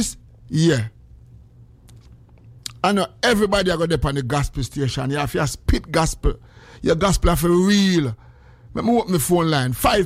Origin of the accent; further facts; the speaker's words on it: Jamaica; I am Jamaican, Freedom Street, Mount Raya sent and big up, thank you, bless up, big up Jamaica